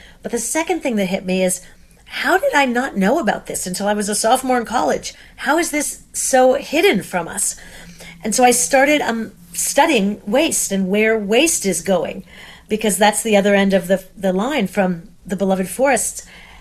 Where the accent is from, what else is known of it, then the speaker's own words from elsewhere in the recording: Seattle, Washington, United States; And I grew up in Seattle, where one of the first cities to have curbside recycling